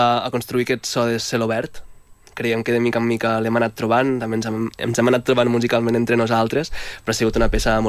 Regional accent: Catalonia, Spain; born there; Jo sóc nascut al Pallars.

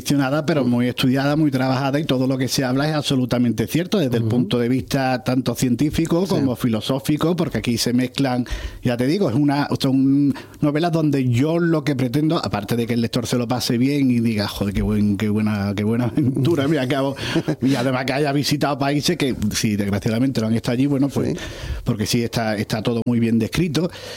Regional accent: Cádiz, Andalusia, Spain; yo soy un escritor gaditano

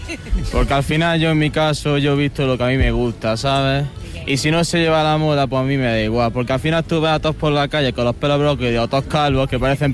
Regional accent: Granada, Andalusia, Spain; yo soy del equipo de mi ciudad, como debe ser todo el mundo. Yo soy del Granada Club de Fútbol

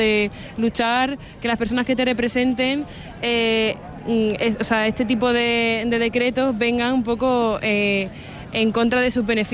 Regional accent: Málaga, Andalusia, Spain; Yo de Málaga.

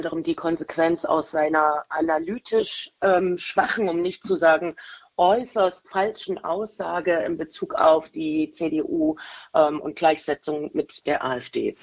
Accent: Germany; die wir als Deutsche, als Nachfahren im Heute haben

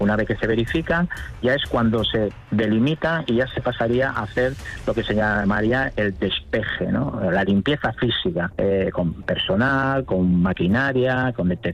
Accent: Asturias, Spain; soy un asturiano de pura cepa

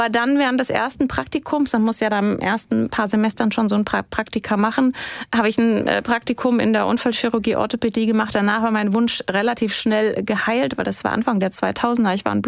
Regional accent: Hesse, Germany; also born or lived in Lower Franconia; Also tatsächlich bin ich in Mittelhessen aufgewachsen. Ich bin zwar nicht in Hessen geboren, sondern in Unterfranken.

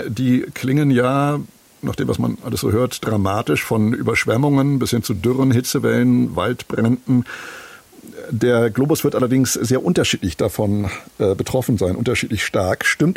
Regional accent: Kiel, Schleswig-Holstein, Germany; born there; Ich freue mich immer, wenn ich mit meiner Geburtsstadt Kiel telefonieren kann

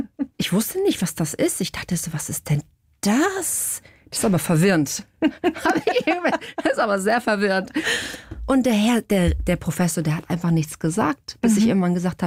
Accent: Portugal; now in Hamburg, Germany; Ich bin Portugiesin.

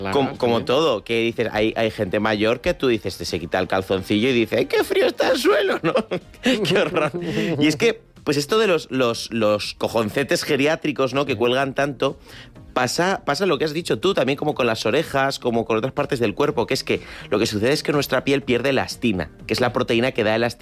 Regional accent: Santander, Cantabria, Spain; Yo que soy de Santander, Cantábrico, yo sé muy bien este ascensor testicular, lo tengo dominado.

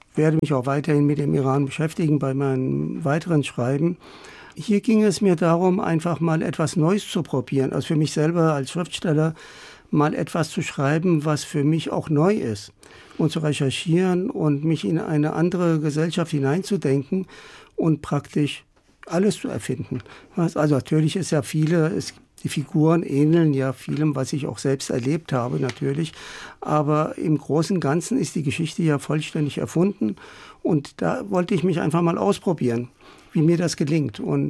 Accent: Germany; ich bin ja auch hier in Deutschland aufgewachsen

